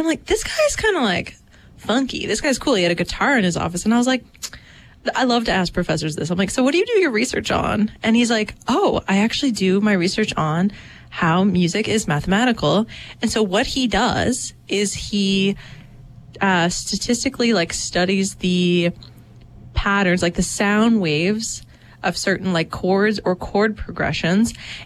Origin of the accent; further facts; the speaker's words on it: Dartmouth, Nova Scotia, Canada; me growing up in Dartmouth.